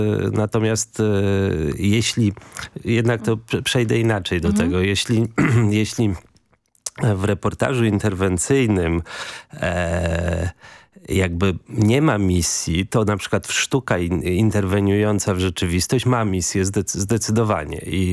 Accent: Warsaw, Masovian Voivodeship, Poland; co sam jako warszawiak robię co rano

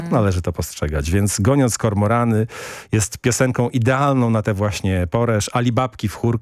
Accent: Warmian-Masurian Voivodeship, Poland; Ja jestem człowiek z Mazur, bardzo dumny, zakochany w tym regionie po uszy.

